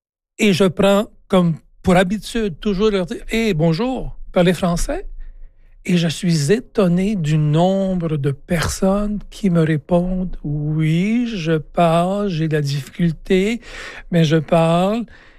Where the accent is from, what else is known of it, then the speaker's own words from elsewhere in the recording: Quebec, Canada; moved away as an adult; now in Oyster Bed Bridge, Canada; j'ai commencé ma carrière ici à Lille en 1980. Je suis originaire du Québec et j'ai commencé et j'ai terminé ma carrière ici.